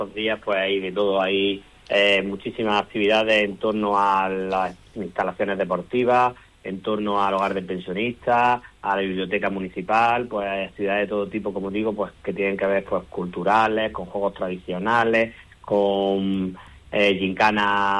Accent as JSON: {"language": "Spanish", "town": "Alcaracejos", "region": "Andalusia", "country": "Spain"}